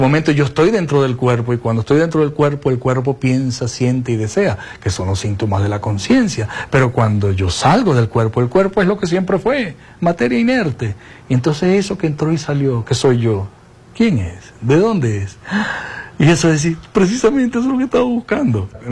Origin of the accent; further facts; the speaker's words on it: Caracas, Capital District, Venezuela; moved away as an adult; con un entrañable amigo, Salomón Salo, con quien crecí en San Bernardino.